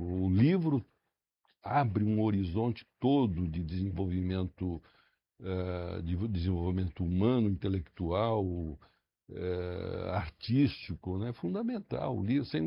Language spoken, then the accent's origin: Portuguese; Brazil